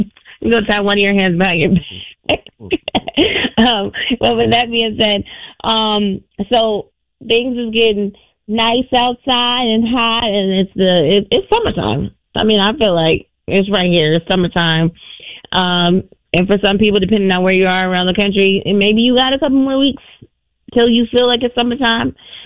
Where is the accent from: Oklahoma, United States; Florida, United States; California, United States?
California, United States; now in Minnesota, United States; I'm from Cali.